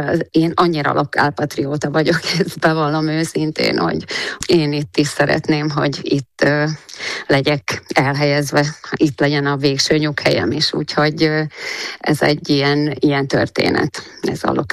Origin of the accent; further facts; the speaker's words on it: Komárno, Nitra Region, Slovakia; Komáromban születtem, de a fölmenőim azok nem ide valósiak, a Vág Garam közéből származom, a szüleim mindkét szülem Újlotról származik, de a jó Isten az ide vezérelte őket